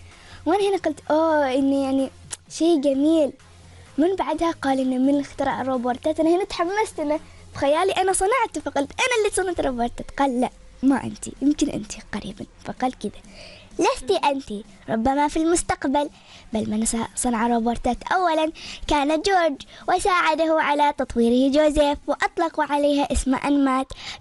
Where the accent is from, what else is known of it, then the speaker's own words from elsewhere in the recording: Oman; وطني عمان هو المكان الذي ولدت فيه وكبرت فيه، هو المكان الذي أحلم أن أحقق فيها طموحي.